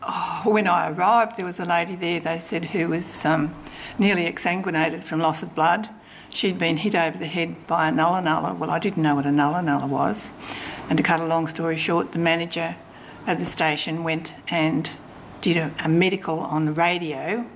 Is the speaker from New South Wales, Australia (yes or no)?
yes; Wollongong, New South Wales, Australia; I came from Wollongong, New South Wales. I was managing operating theatres at Port Kembla Hospital.